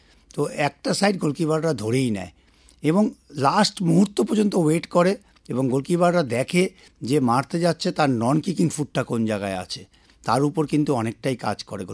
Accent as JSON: {"language": "Bangla", "country": "India", "said": "আমরা ভারতীয় হিসাবে"}